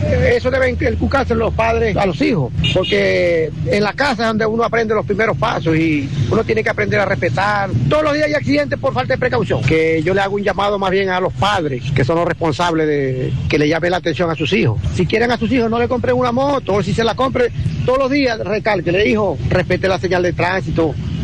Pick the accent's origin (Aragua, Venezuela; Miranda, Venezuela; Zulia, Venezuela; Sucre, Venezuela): Zulia, Venezuela; El Tukuko; soy del Tocuco. Me dedico aquí a trabajar mototaxi.